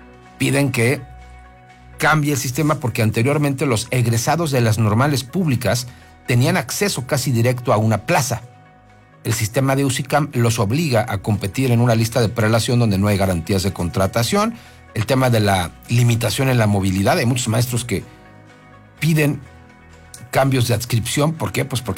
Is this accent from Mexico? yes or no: yes; Mexico; como mexicano lo siento